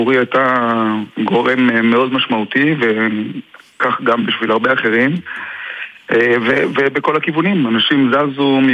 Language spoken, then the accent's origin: Hebrew; Jerusalem, Jerusalem District, Israel; moved away; אני נולדתי בירושלים וגדלתי בירושלים.